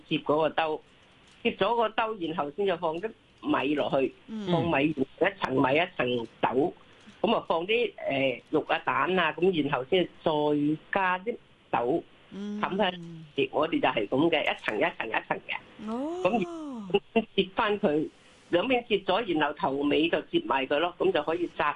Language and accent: Cantonese; Zhongshan, Guangdong, China; 我哋系中山人嚟嘅